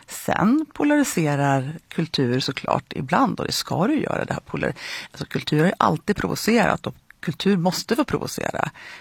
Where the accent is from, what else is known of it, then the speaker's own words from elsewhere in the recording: Frösön, Jämtland County, Sweden; Jag är ju från Frösön